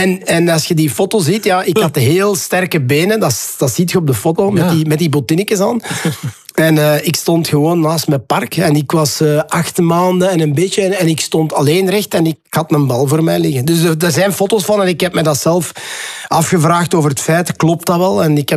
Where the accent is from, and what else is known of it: Ninove, Flanders, Belgium; born or raised there